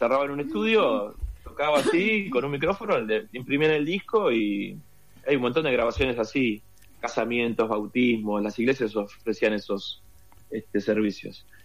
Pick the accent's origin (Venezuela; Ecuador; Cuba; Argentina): Argentina; born there; Y yo nací acá, soy argentino, pero mi familia toda es uruguaya. Y nada, me crié escuchando música uruguaya.